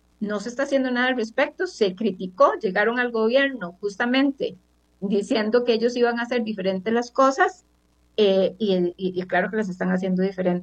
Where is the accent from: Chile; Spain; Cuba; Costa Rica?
Costa Rica; Yo les pido de corazón como costarricense